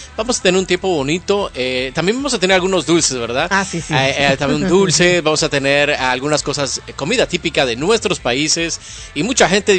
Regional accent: Guatemala; moved away; todos nos unimos, todos los guatemaltecos.

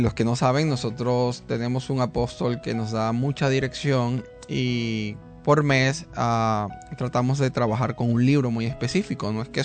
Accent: Venezuela

